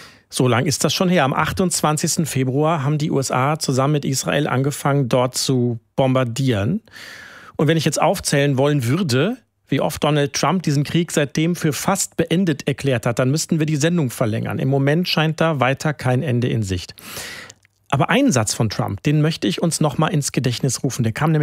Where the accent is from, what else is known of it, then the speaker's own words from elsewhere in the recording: Euskirchen, North Rhine-Westphalia, Germany; Ja, aber da sage ich doch Grüße in meine Heimat, Euskirchen. Das mit dem Feiern kann ich von da aus der Nähe bestätigen.